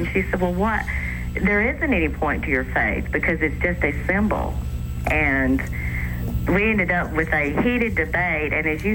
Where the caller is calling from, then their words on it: Birmingham, Alabama, United States; Hi, Mother … I'm calling locally. I'm here from Birmingham.